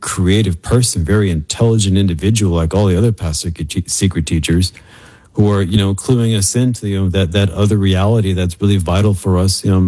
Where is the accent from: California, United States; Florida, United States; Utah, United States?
Florida, United States; Miami; I grew up in Miami, Florida, and when I was 13 years old, I read No One Here Gets Out Alive